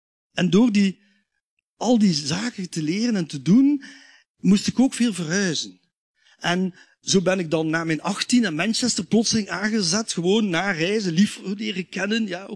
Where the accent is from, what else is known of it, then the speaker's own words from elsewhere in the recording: Watermael-Boitsfort, Brussels, Belgium; born there; Ik ben niet van Brugge, dat klopt. Ik ben namelijk geboren in Watermaal Bosvoorde, in een Frans gezin.